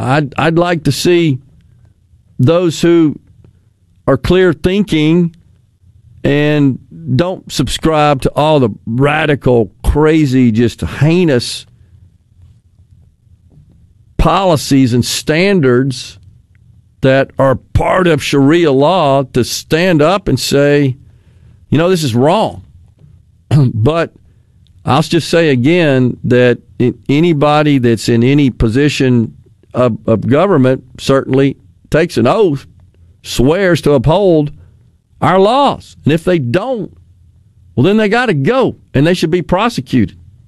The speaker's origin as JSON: {"language": "English", "region": "Mississippi", "country": "United States", "said": "I'm from Bolivar County."}